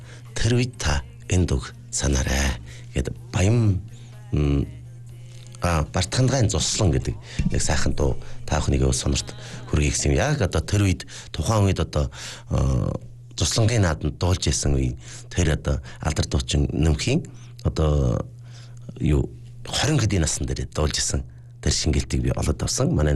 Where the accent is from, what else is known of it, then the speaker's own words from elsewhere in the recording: Inner Mongolia, China; манай нутгаар одоо өвөр монголоор айлчилж